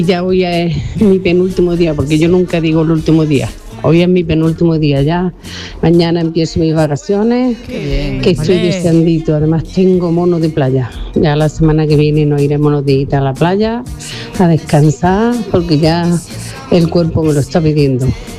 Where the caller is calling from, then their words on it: Córdoba, Andalusia, Spain; de Córdoba